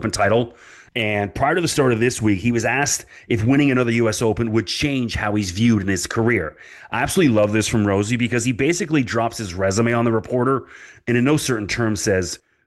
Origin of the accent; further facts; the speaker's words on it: Canada; And as a Canadian, I know that it's literally impossible to get an MRI done on a few hours' notice.